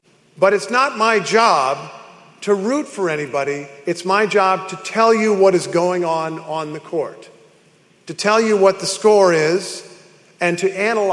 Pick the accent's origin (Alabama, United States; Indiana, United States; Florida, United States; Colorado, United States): Indiana, United States; Carmel; moved away as an adult; also born or lived in Kentucky; I'm originally from Indiana, from Carmel, a suburb of Indianapolis